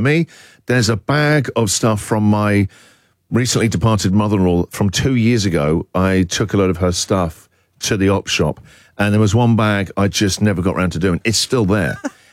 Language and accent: English; England, United Kingdom; Just because I'm English doesn't mean I know about antiques.